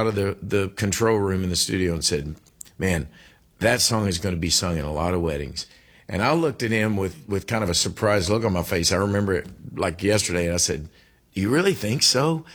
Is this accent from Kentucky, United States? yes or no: yes; Kentucky, United States; I am from Kentucky.